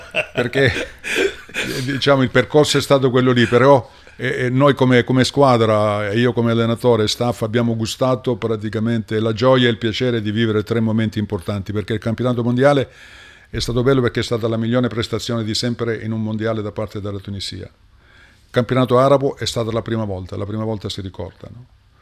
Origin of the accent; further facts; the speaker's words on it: Apulia, Italy; perché io sono salentino della Puglia e vedo che ci sono tante connotazioni che ci legano